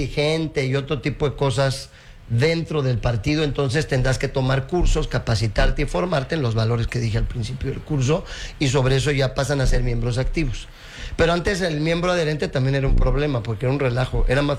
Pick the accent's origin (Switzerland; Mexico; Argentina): Mexico; somos mexicanos